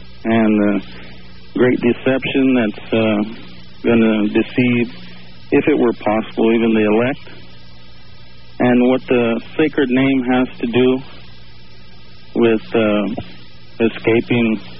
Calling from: Colorado, United States; Colorado.

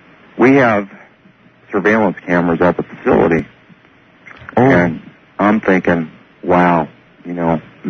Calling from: Orange County, California, United States; I'm from Orange County, California.

